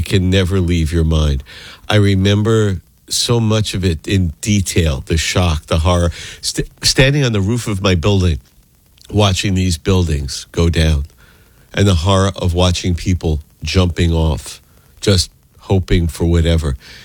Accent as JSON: {"language": "English", "town": "New York City", "region": "New York", "country": "United States", "tie": "born or raised there", "moved": "yes", "said": "I was there, born and raised in New York."}